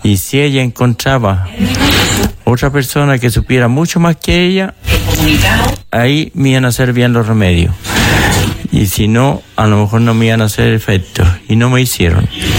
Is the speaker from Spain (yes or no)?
no; Maule, Chile; De la montaña de Teno.